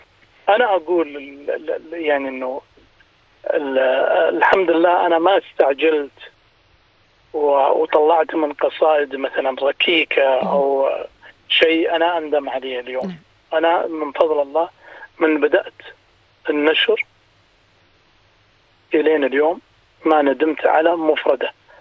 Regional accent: Al Zulfi, Riyadh Province, Saudi Arabia; born there; accent: Najdi; now in Riyadh, Saudi Arabia; انا من الزلفي، يعني مسقط راسي الزلفي ورامي في الرياض

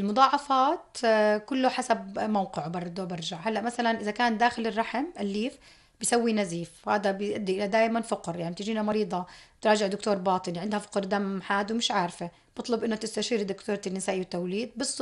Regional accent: Jordan; عندنا في الأردن

